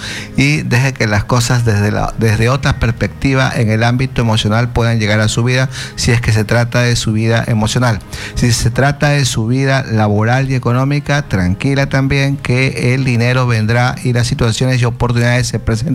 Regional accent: Peru

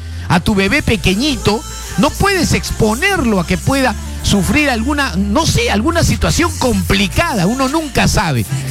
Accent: Peru; como soy acá de Perú

